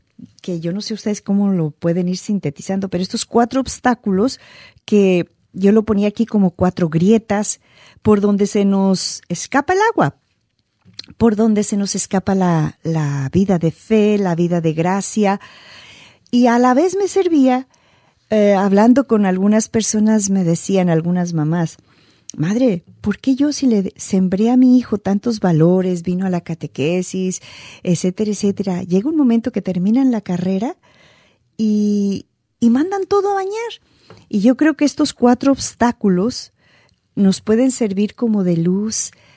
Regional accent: Guatemala; now in United States; sea en Guatemala, en mi país de origen

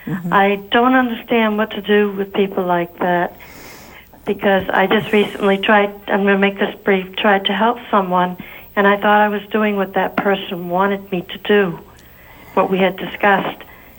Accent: Portsmouth, New Hampshire, United States; I'm from Portsmouth, New Hampshire.

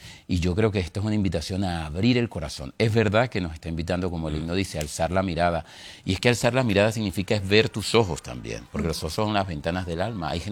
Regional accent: Venezuela; now in Spain; soy de Venezuela. Vivo aquí en este momento, yo soy frailita.

